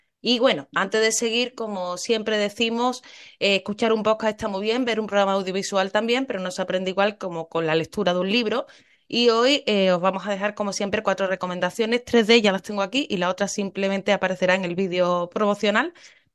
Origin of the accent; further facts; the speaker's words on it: Spain; para los que somos del Estado español